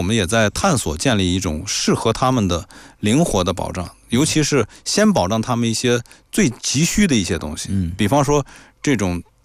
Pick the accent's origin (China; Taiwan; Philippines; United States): China